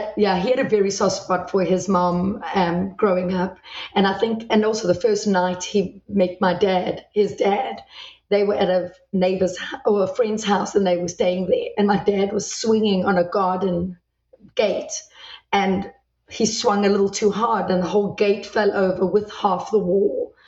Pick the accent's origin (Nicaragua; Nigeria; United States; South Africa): South Africa; So I grew up in South Africa, but Dennis came down to South Africa for college.